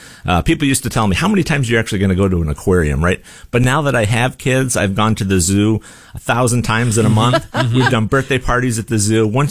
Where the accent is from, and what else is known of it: Syracuse, New York, United States